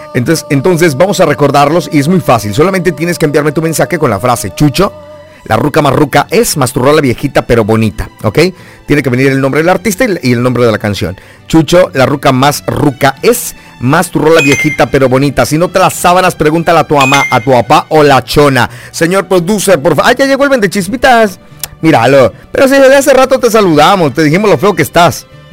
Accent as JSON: {"language": "Spanish", "country": "Mexico", "said": "como latinos, como mexicanos, pues sí le entendemos."}